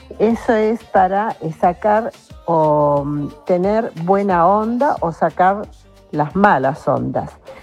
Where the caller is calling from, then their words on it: Bahía Blanca, Buenos Aires Province, Argentina; de Bahía Blanca